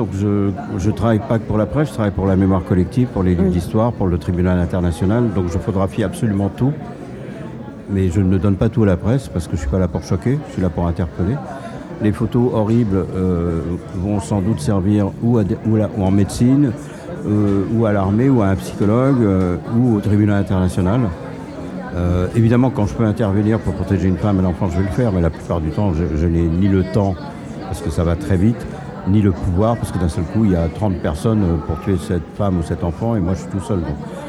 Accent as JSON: {"language": "French", "country": "France", "said": "Moi, je suis français, je viens de France."}